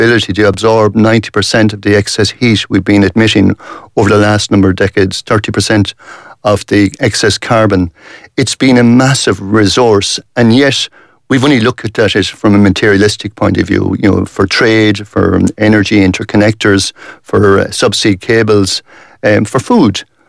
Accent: west of Ireland, Ireland; I'm going to the West, I'm from the West

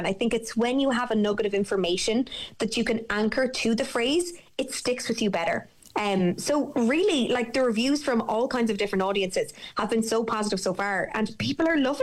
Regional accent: Midlands, Ireland; Growing up in the Midlands, Irish was a school subject. I went to an all-English school. I did maybe 20, 30 minutes of an Irish lesson a day, but I didn't understand the context of the language

